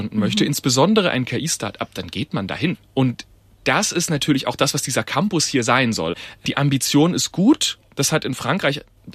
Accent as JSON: {"language": "German", "town": "Heilbronn", "region": "Baden-Württemberg", "country": "Germany", "tie": "born or raised there"}